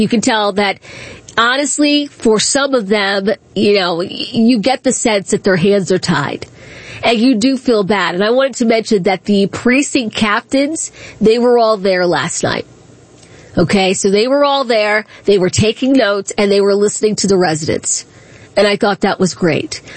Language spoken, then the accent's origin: English; Accokeek, Maryland, United States; I grew up in Accokeek, Maryland. That's where we were.